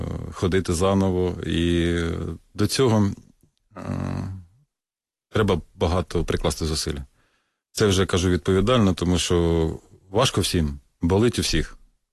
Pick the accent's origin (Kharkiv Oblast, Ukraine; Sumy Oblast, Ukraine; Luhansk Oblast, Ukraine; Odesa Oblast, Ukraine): Kharkiv Oblast, Ukraine; Kharkiv; Я сам з Харкова, да.